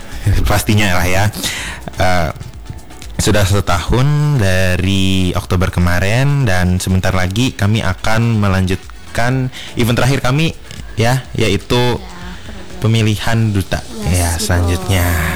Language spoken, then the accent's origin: Indonesian; Lamandau, Central Kalimantan, Indonesia; Aku berasal dari Kabupaten Lamandau.